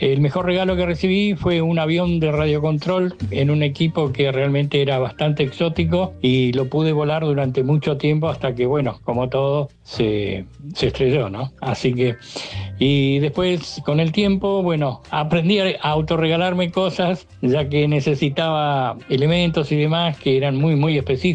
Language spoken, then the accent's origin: Spanish; Bahía Blanca, Buenos Aires Province, Argentina